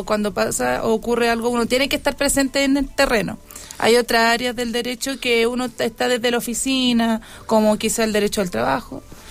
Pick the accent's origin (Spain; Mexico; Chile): Chile; Calama, Antofagasta; born or raised there; also born or lived in Iquique